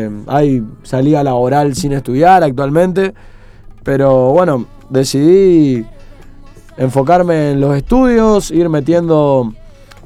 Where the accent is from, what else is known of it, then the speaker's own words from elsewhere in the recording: Misiones, Argentina; Yo soy de Misiones, no tiro ni para los azules y blancos ni para los celestes.